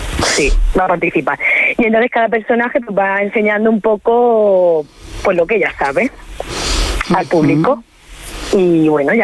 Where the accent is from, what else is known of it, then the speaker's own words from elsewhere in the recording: Caravaca, Region of Murcia, Spain; y yo que soy aquí de Caravaca, que voy a hacer la Cenicienta.